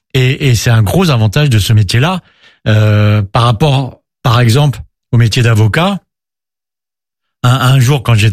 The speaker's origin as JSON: {"language": "French", "town": "Versailles", "region": "Île-de-France", "country": "France", "tie": "born or raised there", "also_born_or_lived": "Paris"}